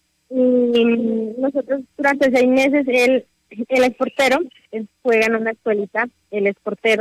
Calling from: Puerto Rico, Putumayo, Colombia; nosotros venimos de Puerto Rico, Tumayo.

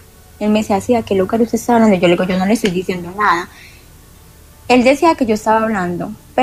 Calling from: Medellín, Antioquia, Colombia; Desde Medellín.

